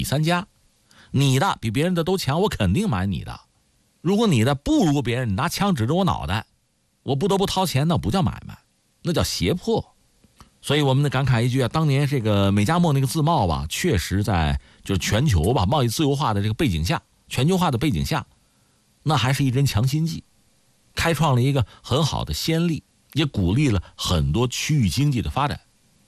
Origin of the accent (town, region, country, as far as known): China